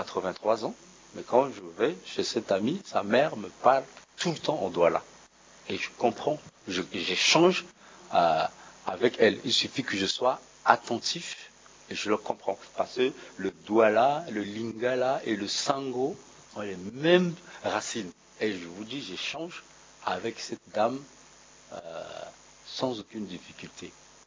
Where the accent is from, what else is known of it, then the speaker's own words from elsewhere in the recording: Central African Republic; je suis centrafricain, je vis en Centrafrique.